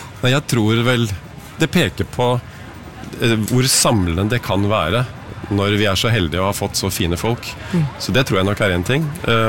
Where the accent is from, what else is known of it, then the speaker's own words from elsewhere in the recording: Porto, Porto District, Portugal; now in Norway; Altså, først må jeg si at vi vokste opp i Portugal, min søster og jeg, og min lille familie. Og da husker jeg egentlig at vi bodde ute i Porto, jeg gikk på en engelsk skole, og vi hadde forlatt Norge